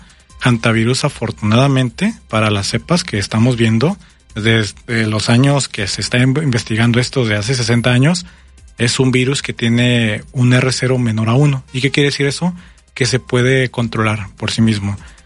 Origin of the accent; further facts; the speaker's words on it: Mexico; nosotros como población mexicana